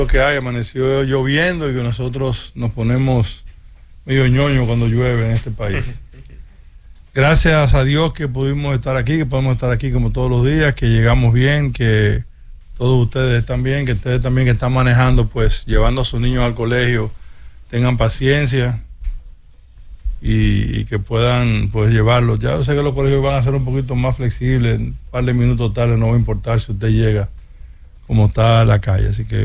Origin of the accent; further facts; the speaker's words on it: Dominican Republic; nosotros dominicanos